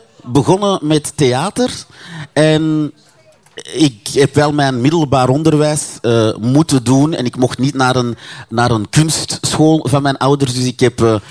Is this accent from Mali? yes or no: yes; Mali; Wel, dus ik ben geboren in Mali. In een klein dorpje. Waar er eigenlijk alleen maar hutten zijn.